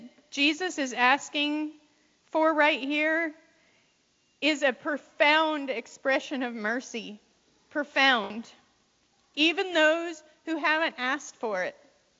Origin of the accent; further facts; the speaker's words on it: Colorado, United States; my folks divorced when I was 4, and we had a property there. I grew up in Colorado. We had 40 acres, this gorgeous house that my dad built.